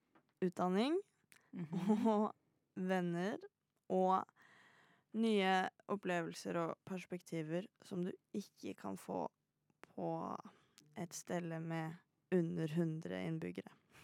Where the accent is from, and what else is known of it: Northern Norway, Norway; moved away